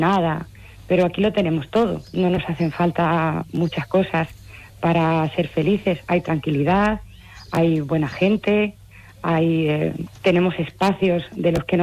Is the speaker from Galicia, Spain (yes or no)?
no; Madrid, Community of Madrid, Spain; moved away as an adult; also born or lived in Segovia; now in Cortelazor, Spain; con 3 años, mis padres, que son de aquí, de Cortelazor y de Fuenteridos, nos llevaron a Madrid